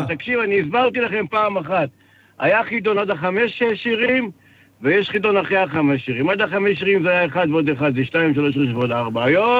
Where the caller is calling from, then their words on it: Netanya, Central District, Israel; אני מנתניה.